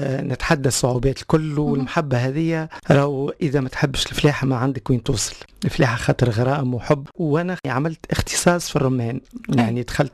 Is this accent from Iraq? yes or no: no; El Hamma, Gabès Governorate, Tunisia; now in Testour, Tunisia; انا اصلي من الجنوب